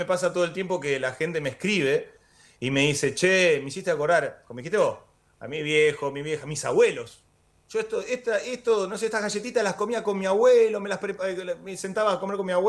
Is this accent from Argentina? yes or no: yes; Argentina; De hecho, todos piensan que soy de Buenos Aires, y no lo soy, de Buenos Aires soy del interior, igual que ustedes.